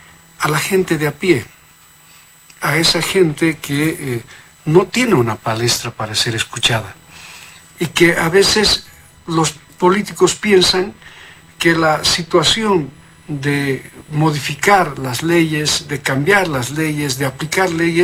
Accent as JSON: {"language": "Spanish", "country": "Bolivia"}